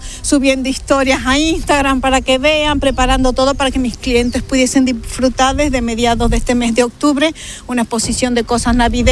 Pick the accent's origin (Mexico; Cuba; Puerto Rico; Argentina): Argentina; now in Ceuta, Spain; Mira, yo soy argentina y yo he notado en la gente en Ceuta el sentimiento que teníamos los argentinos cuando hemos vivido el corralito.